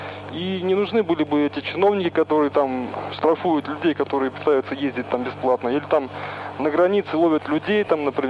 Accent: Uchkuduk, Navoiy Region, Uzbekistan; Вот я сам из Учкудука, и ваш коллега из Казахстана знает. Это глухое место.

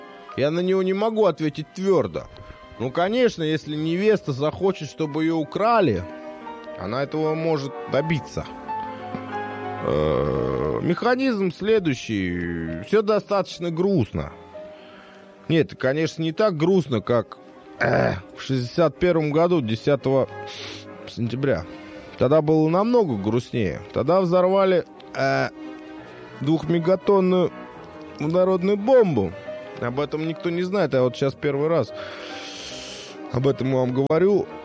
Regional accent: Kazakhstan

